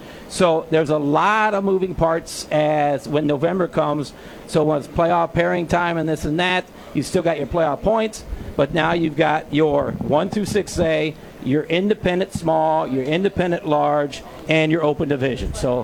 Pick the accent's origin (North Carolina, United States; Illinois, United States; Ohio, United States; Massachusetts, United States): Illinois, United States; like in the Illinois High School Association. I grew up in Illinois.